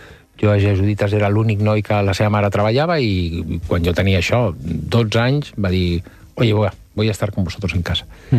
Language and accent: Catalan; Barcelona, Catalonia, Spain; sóc de jesuïtes de Sarrià, o sigui, sí, vinc d'una família de classe mitja alta de la ciutat de Barcelona, molt clàssica i molt típica, no?, de professionals liberals